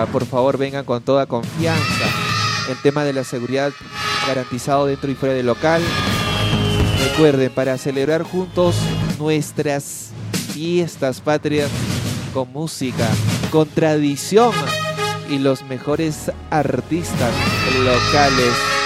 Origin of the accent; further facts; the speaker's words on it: Huamanga, Ayacucho, Peru; Muchísimas gracias, Perú. Gracias, Huamanga, mi pueblo hermoso.